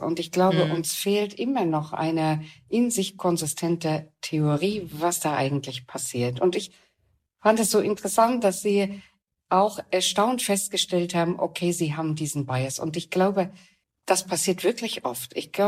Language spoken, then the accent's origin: German; East Germany, Germany; moved away; also born or lived in Bielefeld; Ich selbst habe mich lange Zeit überhaupt gar nicht als eine Ossi-Karrierefrau angesehen. Ich war lange Zeit in Bielefeld